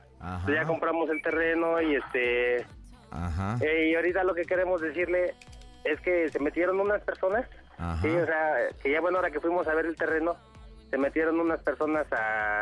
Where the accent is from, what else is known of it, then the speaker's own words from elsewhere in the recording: Ecatepec, State of Mexico, Mexico; No, de hecho, aquí vengo a entregar, yo soy de Catepec.